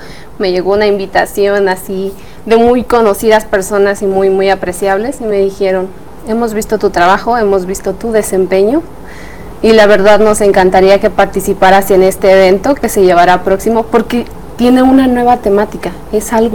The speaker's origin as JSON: {"language": "Spanish", "town": "Santiago Mezquititlán", "region": "Querétaro", "country": "Mexico", "said": "Soy de la comunidad de Santiago Mezquititlán. Es una comunidad muy, muy grande del municipio."}